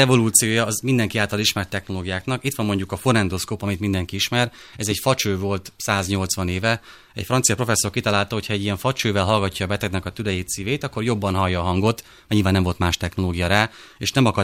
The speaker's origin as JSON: {"language": "Hungarian", "region": "Szabolcs-Szatmár-Bereg", "country": "Hungary", "said": "én Szabolcsi vagyok"}